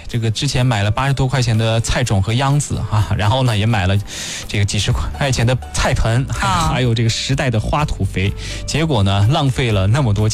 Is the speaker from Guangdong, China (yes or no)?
no; Hunan, China; also born or lived in Sichuan; 因为红薯叶小时候说实话在咱们老家湖南是不吃的啊